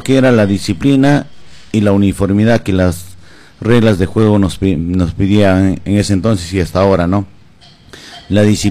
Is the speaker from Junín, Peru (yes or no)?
yes; Pichanaki, Junín, Peru; al momento que nos ven, ya todos voltean la mirada y que somos de Pichanaki.